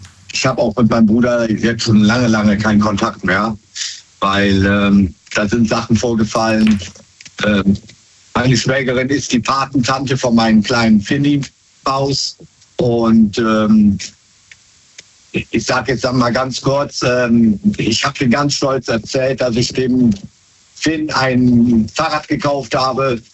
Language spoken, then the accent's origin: German; Wesseling, North Rhine-Westphalia, Germany; aus Wesseling.